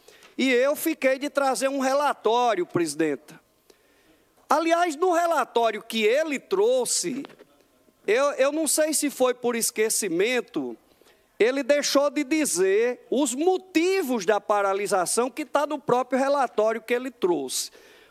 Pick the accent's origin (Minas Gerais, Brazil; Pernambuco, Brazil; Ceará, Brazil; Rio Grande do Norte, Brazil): Rio Grande do Norte, Brazil; Escola Estadual Maria Terceira. É lá da minha terra. Eu estudei nessa escola.